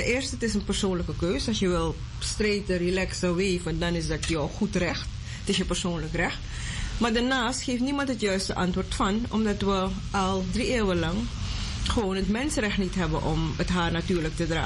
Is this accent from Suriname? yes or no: yes; Suriname; Maar ik kom dus uit Suriname. Echt Surinaamse ouders.